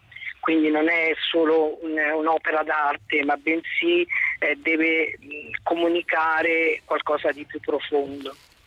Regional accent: Rome, Lazio, Italy; born there; now in Vidalenzo, Italy; Ricorda casa, da dove sono nato, quindi anche mia tradizione, ma ricorda anche la casa da dove proveniamo come monaci. Proveniamo da Santa Francesca Romana, lì a Roma

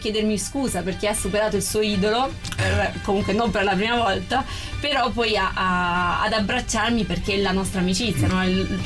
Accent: Mottola, Apulia, Italy; Mottola, provincia di Taranto.

